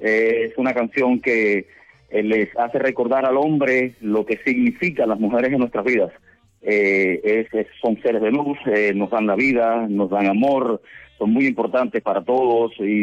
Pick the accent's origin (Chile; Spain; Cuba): Cuba; moved away; me siento orgullosamente cubano, pero me siento por decisión, pues me siento muy mexicano también.